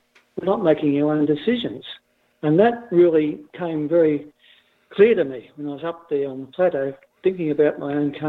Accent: Australia; But, I'm an Australian. This is my country, and I cry for what it's become, and I cry out for what it could be.

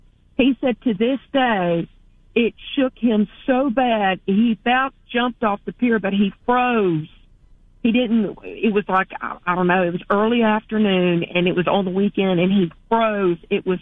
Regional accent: Hampton, Virginia, United States

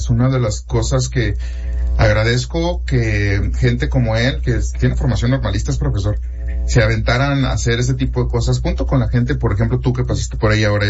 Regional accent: Saltillo, Coahuila, Mexico; yo soy de Saltillo toda la vida, o sea, yo tengo más de 40 años viviendo aquí

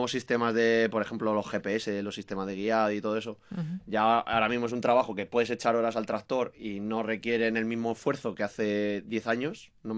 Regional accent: San Martín de la Vega, Community of Madrid, Spain; Ya hablo de San Martín, que ¿sí? es mi zona, mi pueblo.

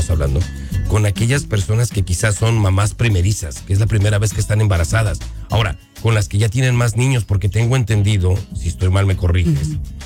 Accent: Mexico; como mexicanos, exacto, tenemos ese título de que somos muy machistas.

